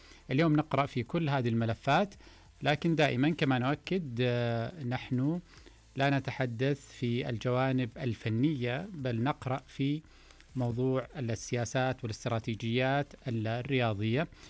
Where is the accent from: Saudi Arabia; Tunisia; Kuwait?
Saudi Arabia; وهذا طبعا منحنا كسعوديين جرعة كبيرة من التفاؤل،